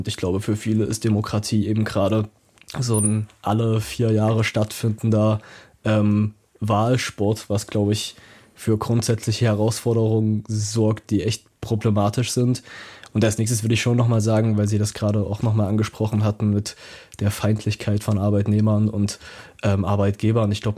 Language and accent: German; Zwickau, Saxony, Germany; Ich frage mich manchmal, wenn ich irgendwie in meiner Heimatstadt Zwickau unterwegs bin oder in anderen kleineren ostdeutschen Städten